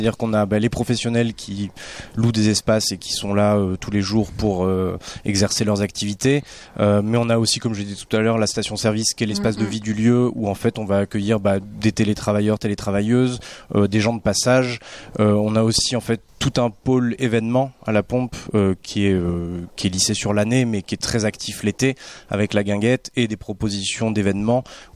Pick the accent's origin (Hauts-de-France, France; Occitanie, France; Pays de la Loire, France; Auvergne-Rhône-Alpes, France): Occitanie, France; moved away as an adult; also born or lived in Belgium; Moi je suis originaire de Lozère, je suis né en Lozère, je suis parti faire mes armes en Belgique, entre autres dans des études de design, graphisme, etc.